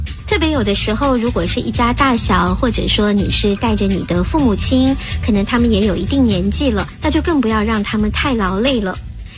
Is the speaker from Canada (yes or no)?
yes; Canada; 像我们加拿大人很喜欢去 Cancun 呢